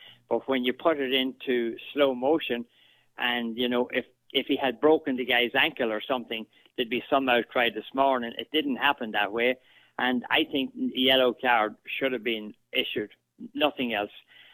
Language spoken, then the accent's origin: English; Ireland; then I'm Irish.